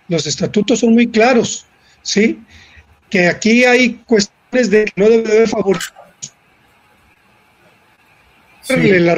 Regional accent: Mexico; también nosotros somos mexicanos

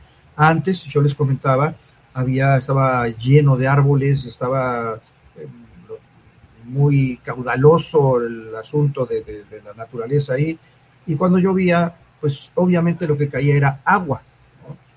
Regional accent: Mexico City, Mexico; moved away; mucho de mi vida la pasé donde soy originario, de la Ciudad de México, y ahí los temblores son cotidianos

